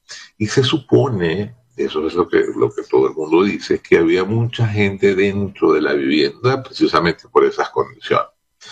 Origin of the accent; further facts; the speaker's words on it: Venezuela; La realidad es que estamos muy compungidos, pues, como venezolanos ante este evento